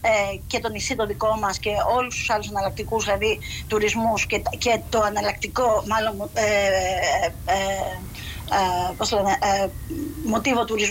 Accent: Zakynthos, Ionian Islands, Greece; επειδή είμαστε όλοι από τη Ζακύνθου, αναφερθήκαμε και στα προβλήματα του τόπου και της Ζακύνθου

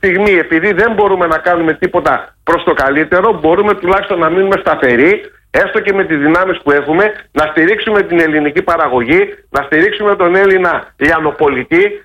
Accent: Epirus, Greece; εμείς που μεγαλώσαμε στην Ήπεθρο

